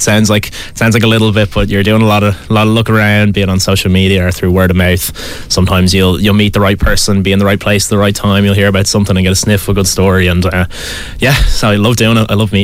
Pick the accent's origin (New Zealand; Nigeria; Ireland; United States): Ireland; Bray, Leinster; Well, I'm from Bray, born and bred, more or less. So I've grown up here for years. I went to school here. I play hurling and Gaelic here.